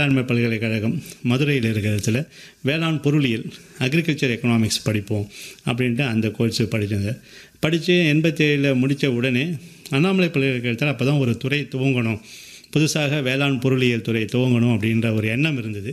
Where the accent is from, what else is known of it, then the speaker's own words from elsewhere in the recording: Tindivanam, Tamil Nadu, India; born there; also born or lived in Villupuram / Koliyanur / Marakkanam / Mayilam; விழுப்புரத்தில் பிறந்தேன். திண்டிவனத்தில் சை ஸ்கூலில் தான் சார் 7வதுலேருந்து 11வது வரைக்கும் அது படித்தேன்.